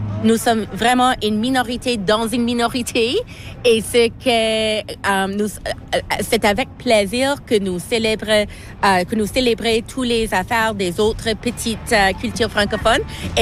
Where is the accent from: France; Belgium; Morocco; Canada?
Canada; Acadia; Je suis Acadienne. Je suis à Moncton et je suis ici il y a maintenant 8 ans.